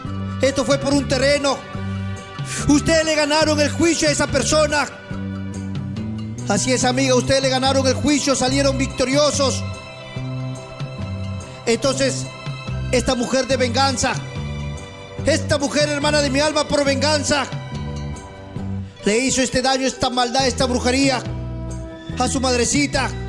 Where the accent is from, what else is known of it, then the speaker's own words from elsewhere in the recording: Huancabamba, Piura, Peru; now in San José de Sisa, Peru; Yo estoy viniendo, señores, de un pueblito pobre y humilde. Yo vengo de las Guaringas de Huancabamba, de unas aldeas que se llama Lan García.